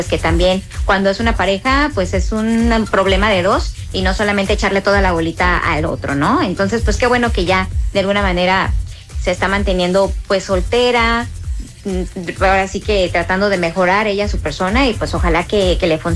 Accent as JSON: {"language": "Spanish", "country": "Mexico"}